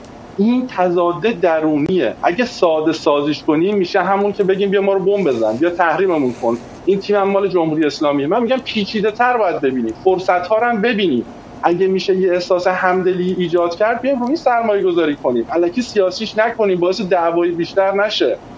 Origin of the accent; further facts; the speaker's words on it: Iran; ما هممون به عنوان یک ایرانی از بد روزگار بوده، شانسمون بوده که یه دوره‌ای زندگی کردیم